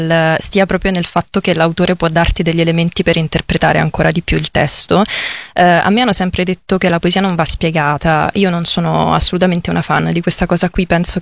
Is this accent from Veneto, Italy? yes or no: no; Rome, Lazio, Italy; sono romana, però c'è un riferimento che faccio all'interno di un testo che è delle origini lucane della mia famiglia